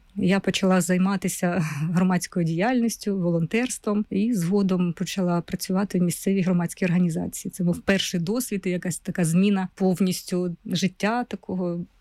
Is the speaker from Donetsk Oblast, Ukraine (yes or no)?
yes; Kurakhove, Donetsk Oblast, Ukraine; Я народилась в невеличкому містечку Курахове, там же поруч закінчила школу, але навчалася вже у місті Донецьк